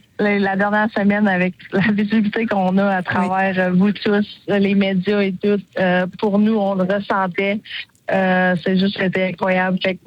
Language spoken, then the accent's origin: French; Quebec, Canada; quand j'ai grandi en Beauce